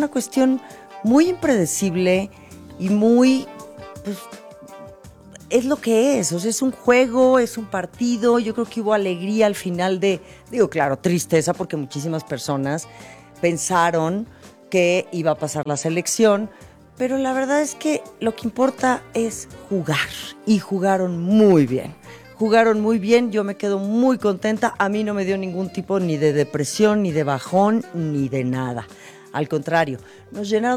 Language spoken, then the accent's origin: Spanish; Mexico; muy de sentirnos muy orgullosos como mexicanos, y eso es lo que creo que tiene que trascender.